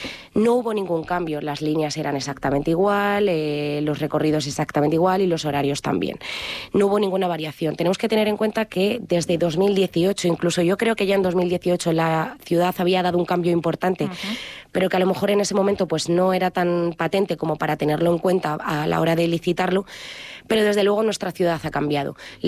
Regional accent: Talavera de la Reina, Castilla-La Mancha, Spain; Nosotros también somos ciudadanos de Talavera

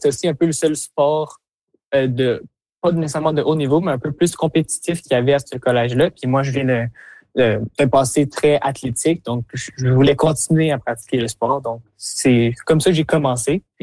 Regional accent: Quebec City, Quebec, Canada

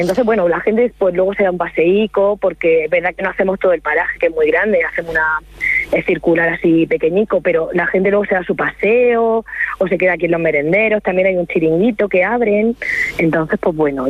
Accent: Caravaca de la Cruz, Region of Murcia, Spain; yo que soy aquí de Caravaca

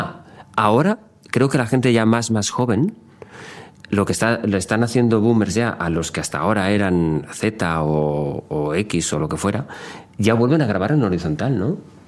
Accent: Valencian Community, Spain; Siendo yo valenciano es una expresión complicada.

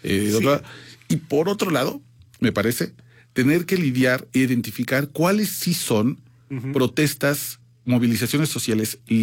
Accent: Mexico City, Mexico

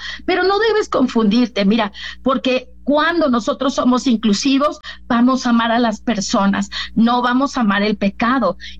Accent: Mexico; al igual que toda nuestra nación mexicana

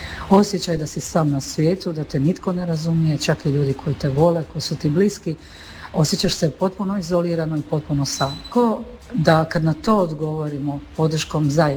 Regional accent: Split, Split-Dalmatia County, Croatia; iz Splita sam pa je to lokacija gdje mi šetamo i penjemo se kad imamo snage.

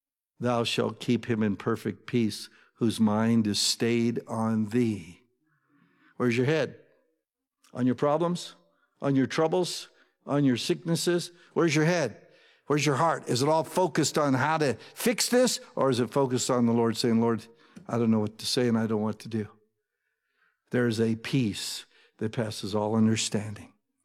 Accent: United States; we're American. We don't speak Hebrew.

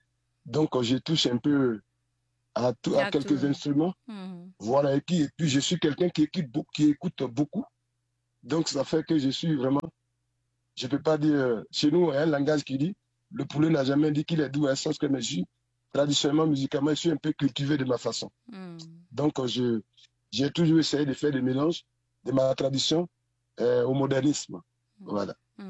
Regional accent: Toulépleu, Montagnes, Côte d’Ivoire; Et je suis fils du Cavali, précisément de Touloupleu. Et ivoirien.

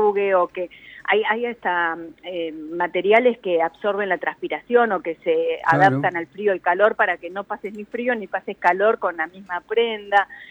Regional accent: Argentina

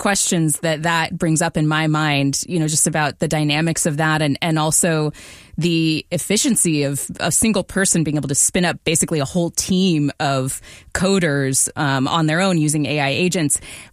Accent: Redmond, Washington, United States; I grew up in Redmond, Washington, and in the shadow of Microsoft, literally, like right next to Microsoft.

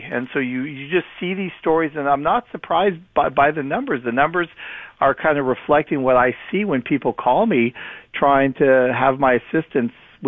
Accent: Canada; But I'm a Canadian too, Tom.

